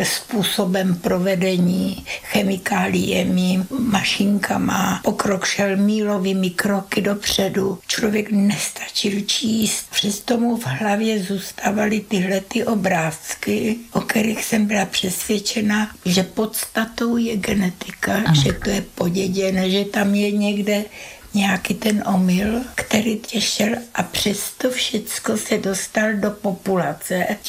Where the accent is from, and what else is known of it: Kozlovice, Moravian-Silesian Region, Czechia; born there; also born or lived in Nová Bystrica, Slovakia